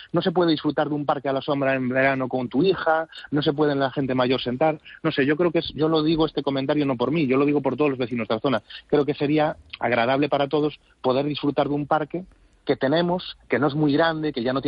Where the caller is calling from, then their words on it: A Coruña, Galicia, Spain; Soy vecino de Agra de Bragua. Como usted sabe, toda esa zona está muy masificada.